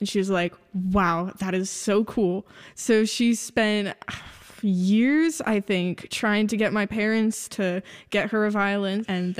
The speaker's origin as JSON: {"language": "English", "region": "Colorado", "country": "United States", "tie": "born there", "said": "And so I was born in Colorado."}